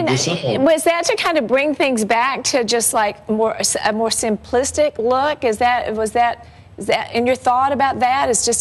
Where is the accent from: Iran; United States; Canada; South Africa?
United States; the South; I'm from the South.